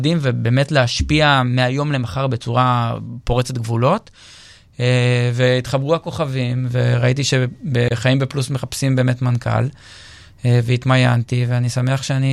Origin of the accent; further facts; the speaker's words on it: Acre, Northern District, Israel; אז אני גדלתי באקו